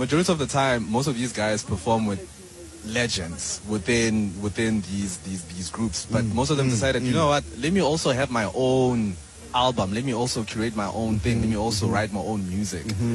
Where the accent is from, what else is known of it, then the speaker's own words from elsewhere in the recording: Johannesburg, Gauteng, South Africa; Yeah, I mean, we're from Joburg. We started in Joburg around Bram.